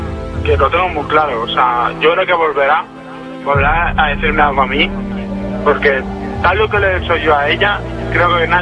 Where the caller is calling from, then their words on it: Tarragona, Catalonia, Spain; Yo vivo en Tarragona y en Alicante.